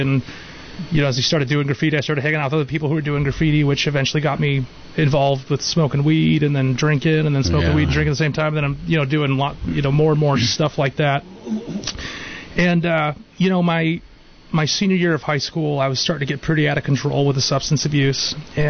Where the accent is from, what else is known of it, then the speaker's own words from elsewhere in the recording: Watsonville, California, United States; Yeah, well, so as we've already established, I'm from Watsonville.